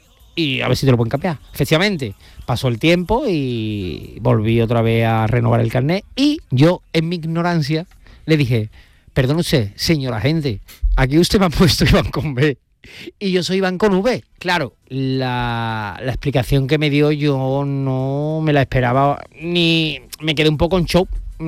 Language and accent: Spanish; Alcalá de Guadaíra, Andalusia, Spain; also born or lived in Seville; Yo nací en el Virgen del Rocío. Pero bueno, mi residencia está en Alcalá de Guadaira desde pequeño. Soy alcalareño. Sevillano y alcalareño.